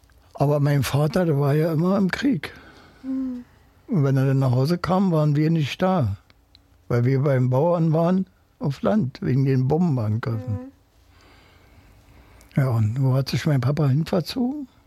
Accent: Berlin, Germany; born or raised there

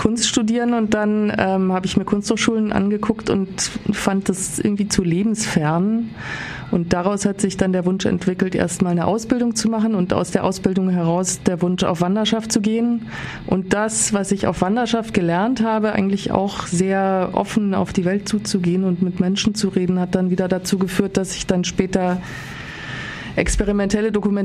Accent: Southern Germany, Germany; born there; moved away; Also ich komme aus dem Westen, also eben geboren bin ich in Süddeutschland.

